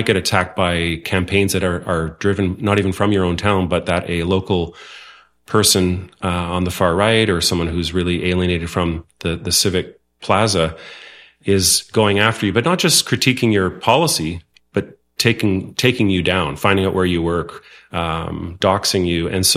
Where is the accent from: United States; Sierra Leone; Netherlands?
Netherlands; first language Dutch; English is a second language; You know, I'm Dutch. My mom and dad were Dutch. I'm a Dutch citizen as my first language.